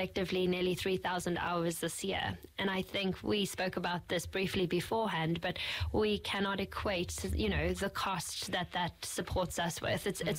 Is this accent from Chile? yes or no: no; South Africa; moved away; for those who haven't picked up on the accent just yet, I'm originally from South Africa, and it's been a noticeable transition